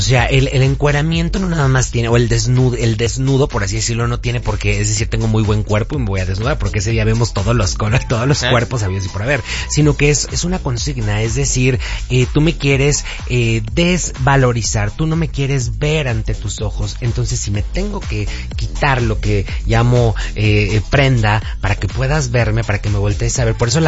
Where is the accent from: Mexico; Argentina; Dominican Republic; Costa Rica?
Mexico; Somos mexicanos